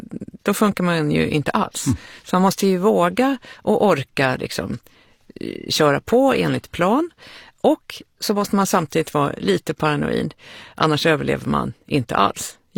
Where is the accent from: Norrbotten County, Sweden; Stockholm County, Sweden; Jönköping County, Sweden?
Stockholm County, Sweden; Danderyd; born there; also born or lived in Skärholmen / abroad; Jag är född i Skärholmen, har bott utomlands och kommer till Djursholm när jag är 10 år.